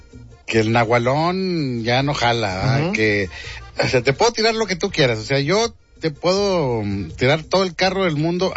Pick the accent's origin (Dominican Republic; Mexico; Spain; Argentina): Mexico